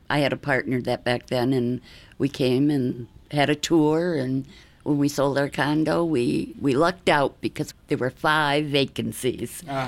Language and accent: English; Holyoke, Massachusetts, United States; I come from Holyoke. There's some there.